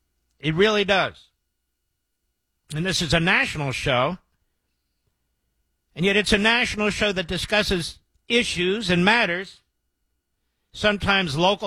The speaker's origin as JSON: {"language": "English", "region": "Pennsylvania", "country": "United States", "said": "I said, wait a minute, I'm from Pennsylvania."}